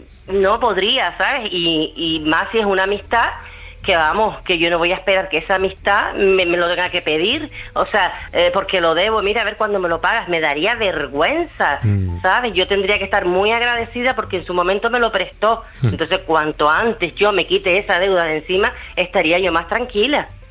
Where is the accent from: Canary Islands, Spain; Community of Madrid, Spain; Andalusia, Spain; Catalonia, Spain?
Canary Islands, Spain; ¿qué te voy a decir yo que soy una canariona? Yo soy enamorada de mi tierra, porque soy una enamorada de mi tierra y de todas mis islas